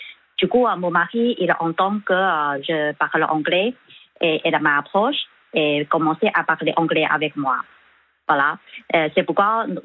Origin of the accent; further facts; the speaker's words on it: China; French is a second language; Et tous ses parents, nous sommes chinois.